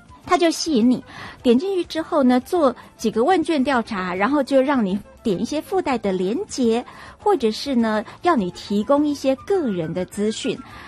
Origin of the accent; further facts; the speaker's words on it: Taiwan; 看准了我们台湾人非常非常高度使用 LINE 这个软体哦